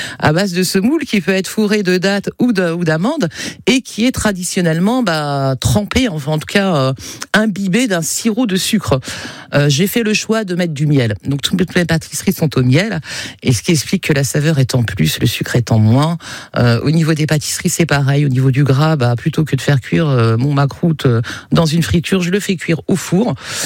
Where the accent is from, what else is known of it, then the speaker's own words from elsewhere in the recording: France; born there; j'ai une double culture, hein, je suis née en France et j'ai la culture kabyle.